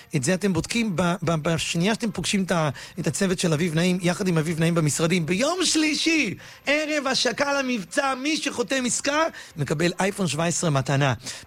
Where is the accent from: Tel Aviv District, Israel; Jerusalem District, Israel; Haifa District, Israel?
Tel Aviv District, Israel; Bat Yam; ואייל רביד ואני, אנחנו גדלנו בבת ים, הסניף הראשון נפתח בבת ים